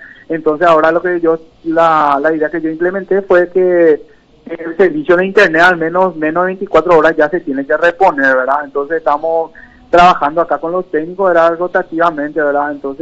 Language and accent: Spanish; Asunción, Paraguay; moved away; yo soy de Asunción, ¿verdad? Yo vine a asumir como jefe de la capital, yo soy, ¿verdad? Estoy hace 2 años